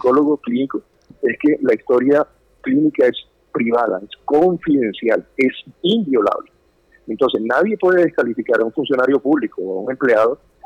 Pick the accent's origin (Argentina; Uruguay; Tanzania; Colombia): Colombia; te voy a hablar como creyente y como ciudadano colombiano.